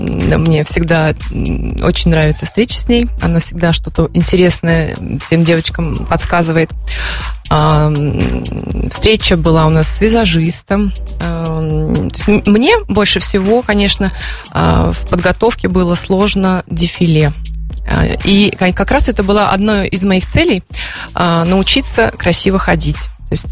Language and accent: Russian; Orsk, Orenburg Oblast, Russia; Так как я из Орска